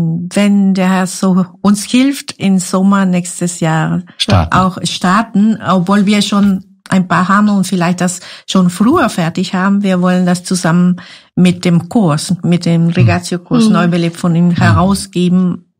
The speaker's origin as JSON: {"language": "German", "country": "Guatemala", "first_language": "Spanish", "second_language": "German", "moved": "yes", "lives_now": "Germany", "said": "Ich bin ja aus Guatemala und meine Muttersprache ist Spanisch."}